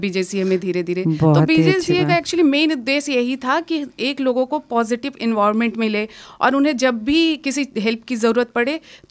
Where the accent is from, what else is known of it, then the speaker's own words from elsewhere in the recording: Jamshedpur, Jharkhand, India; moved away as an adult; मैं जमशेदपुर से, वहाँ भी हम अगल बगल से ही।